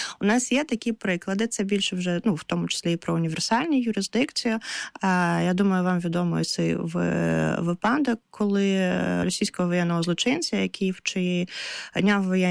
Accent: Kherson, Kherson Oblast, Ukraine

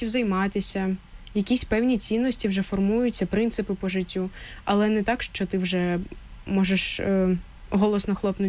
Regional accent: Sloviansk, Donetsk Oblast, Ukraine; Слов'янськ. Mm-hmm. Я зі Слов'янська, так.

